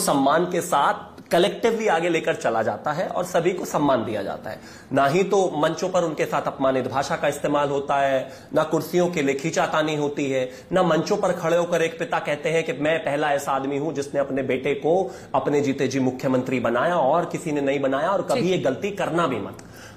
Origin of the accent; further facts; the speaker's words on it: Uttar Pradesh, India; मैं उत्तर प्रदेश से आता हूं